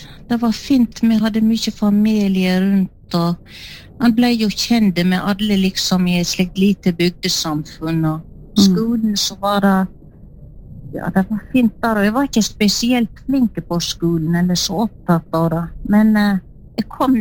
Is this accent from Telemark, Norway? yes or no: no; Skjolden, Vestland, Norway; moved away; Jeg vokste opp på Skjolden, på en plass som heter Elvetun, og foreldrene mine de drev inn et pensjonat